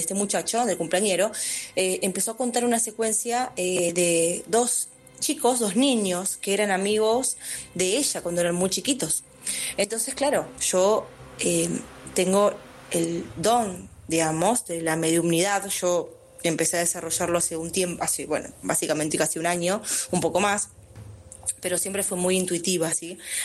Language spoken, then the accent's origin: Spanish; Lomas de Zamora, Buenos Aires Province, Argentina; Soy de Zona Sur, Lomas de Zamora.